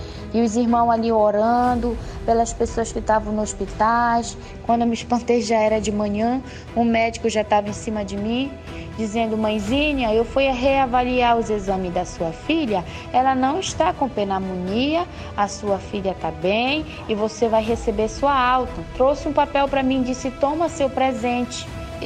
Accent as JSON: {"language": "Portuguese", "town": "Belém", "region": "Pará", "country": "Brazil", "said": "sou aqui de Belém do Pará."}